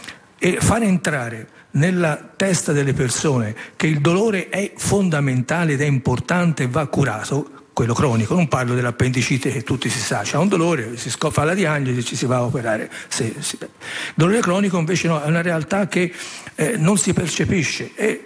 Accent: Empoli, Tuscany, Italy; Noi veniamo da Empoli e più di 10 anni fa, se non vado errato, se non sbaglio, controllavo le date, 10 anni fa abbiamo costituito questa associazione

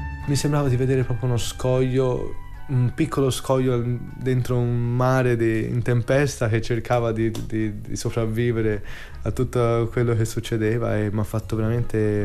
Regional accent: Tuscany, Italy; moved away as an adult; now in Rome, Italy; sono uno studente lavoratore, ho 29 anni la prossima settimana e vengo dalla Toscana, dalla provincia di Firenze, e in questo momento mi trovo a Roma

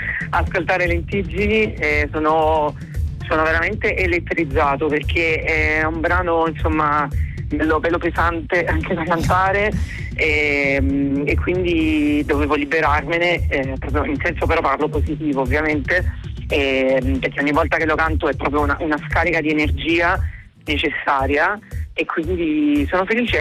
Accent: Naples, Campania, Italy; io mi sento fortunato di essere nato e cresciuto a Napoli

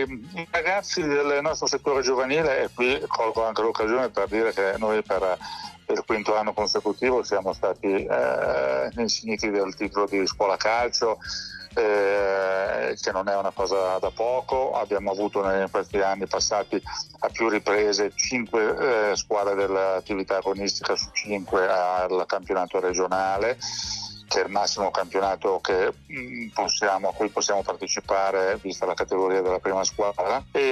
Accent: Novi Ligure, Piedmont, Italy; also born or lived in Turin; io ho sempre vissuto a Novi Ligure, sono nato a Torino ma praticamente non ci ho mai abitato, nemmeno proprio da infante

